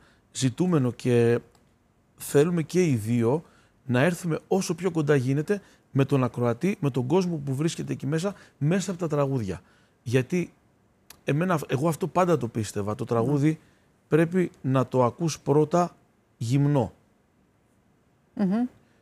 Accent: Tashkent, Uzbekistan; now in Greece; Όταν ήρθαμε λοιπόν από την Τασκένδη, αυτά που ήρθαμε μαζί μας, από όλα τα υπάρχοντα που μπορούσαμε να φέρουμε, ήταν δύο πιάνα.

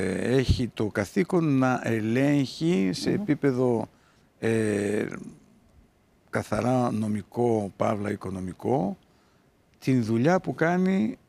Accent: Thessaloniki, Central Macedonia, Greece; γιατί είμαι Θεσσαλονικιός.

